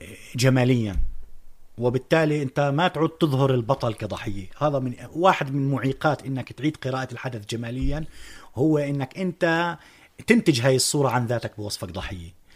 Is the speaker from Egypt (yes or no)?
no; Palestine; عندنا فلسطينيين